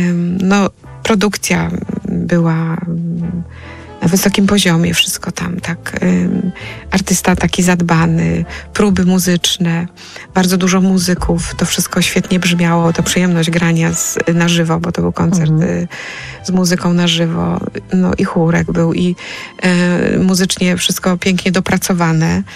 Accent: Poznań, Greater Poland Voivodeship, Poland; bo my z Poznania jesteśmy, więc nie widujemy często naszych przyjaciół

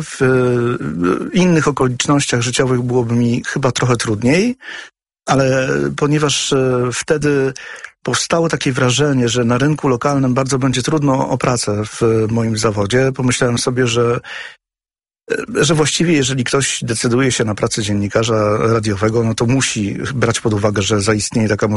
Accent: Katowice, Silesian Voivodeship, Poland; moved away as an adult; also born or lived in Zagłębie Dąbrowskie; now in Warsaw, Poland; w Katowicach od momentu, kiedy rozpoczynałem naukę w szkole podstawowej. Od 6 roku życia mieszkałem w Katowicach, dlatego całe moje świadome życie tak naprawdę Katowice, ale z pochodzenia nie jestem Ślązakiem, pochodzę z Zagłębia

